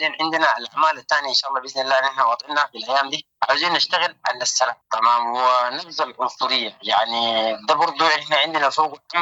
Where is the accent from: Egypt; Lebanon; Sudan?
Sudan